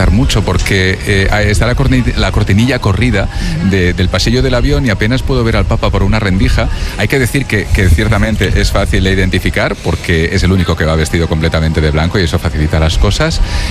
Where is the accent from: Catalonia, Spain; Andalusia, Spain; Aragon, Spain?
Catalonia, Spain; Barcelona